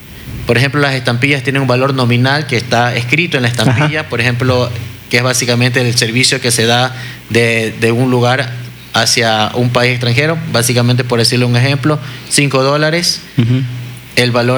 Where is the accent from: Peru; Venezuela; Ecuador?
Ecuador; Guayaquil, Guayas; somos coleccionistas de Guayaquil, ¿ya? De todo tipo de artículos, especialmente de música, ¿ya? De acá de esta linda tierra.